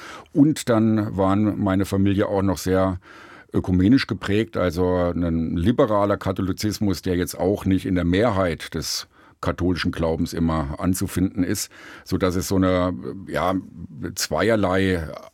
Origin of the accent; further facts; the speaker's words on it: Suhl, Thuringia, Germany; Als Motorenstadt habe ich das meine Heimatstadt Suhl nicht wahrgenommen. Ich bin aufgewachsen in den 80er Jahren. Suhl war ein urbanes Zentrum.